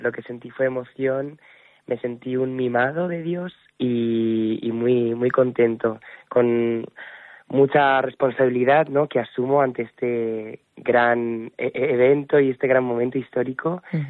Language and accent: Spanish; Albacete, Castilla-La Mancha, Spain; Albacete, y yo siempre comprometido con mi compañía a mostrar el arte de Albacete, ya sea aquí en mi tierra como en el Santiago Bernabéu, a donde vaya, siempre llevaré Albacete conmigo.